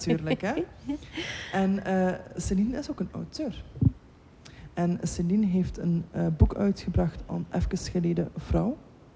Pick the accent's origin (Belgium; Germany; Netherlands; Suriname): Belgium; Sint-Truiden, Flanders; born or raised there